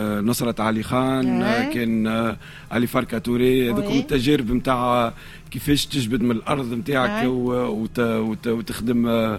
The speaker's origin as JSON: {"language": "Arabic", "town": "Tunis", "region": "Tunis Governorate", "country": "Tunisia", "tie": "born or raised there", "said": "وولد حومة عربي اللي فيها برشا موسيقى سواء حومتنا أنا وحلفاوين"}